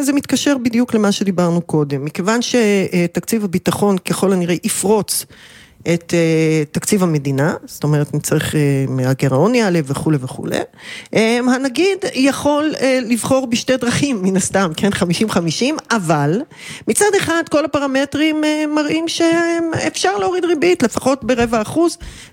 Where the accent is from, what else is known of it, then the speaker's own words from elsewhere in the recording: Tel Aviv, Tel Aviv District, Israel; לא, לא, אני ממש תל אביבית, אפילו בצפון, צפון תל אביב.